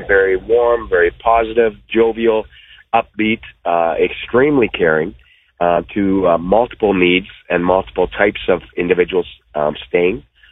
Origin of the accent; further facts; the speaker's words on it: Yorkton, Saskatchewan, Canada; because we're from the Yorkton area